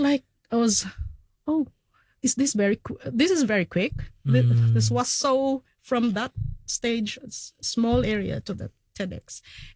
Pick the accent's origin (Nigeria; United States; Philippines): Philippines; English is a second language; now in Hong Kong; I'm domestic migrant worker in Hong Kong. I'm from the Philippines, and thank you for having me." That's when I read, and when I went to the sides, like, because I'm the only Filipino there